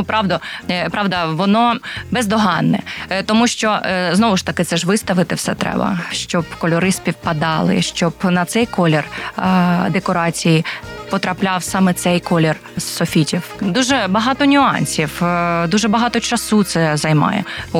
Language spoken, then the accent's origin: Ukrainian; Kharkiv, Kharkiv Oblast, Ukraine; now in Kryvyi Rih, Ukraine; я сама з Харкова